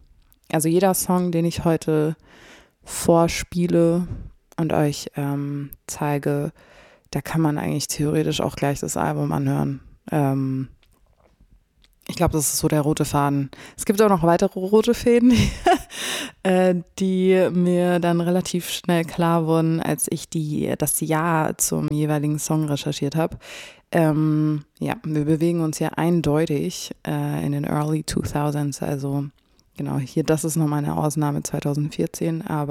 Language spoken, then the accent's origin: German; Munich, Bavaria, Germany; Ich bin eigentlich aus München